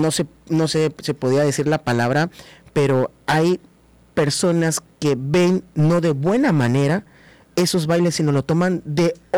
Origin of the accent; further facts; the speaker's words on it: Tabasco, Mexico; soy del estado de Tabasco.